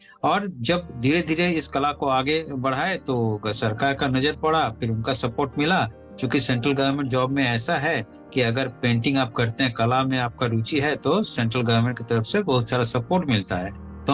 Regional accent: Dehri, Bihar, India; एक छोटा सा जगह है डेहरी-ओन-सोन, ये रोहतास डिस्ट्रिक्ट में है ये डेहरी-ओन-सोन, और मेरा जन्म वही हुआ। मेरा बचपन वहीं बीता, पढ़ाई लिखाई भी वहीं हुआ, कॉलेज भी वहीं किए हम। और बचपन में जो डेहरी-ओन-सोन का एरिया है वो बिल्कुल गांव जैसा रहा है

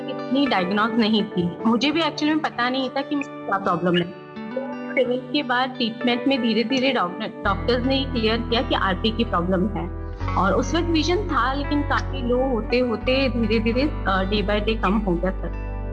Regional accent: Jaipur, Rajasthan, India; मैं प्रॉपर जयपुर से बिलोंग करती हूँ

